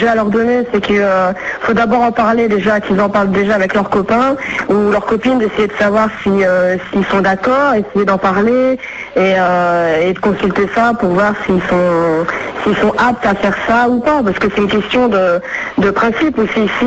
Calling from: Nîmes, Occitanie, France; j'appelle de Nîmes.

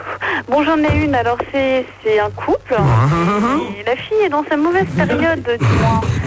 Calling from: Paris, Île-de-France, France; 19 ans de Paris.

